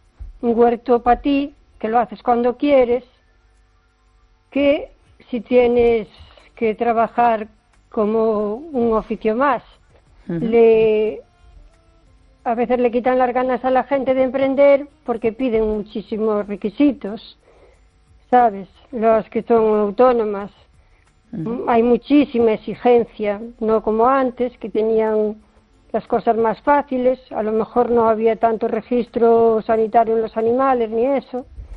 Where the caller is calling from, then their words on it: O Carballiño, Galicia, Spain; Buenas noches, Esther … de Carballiño.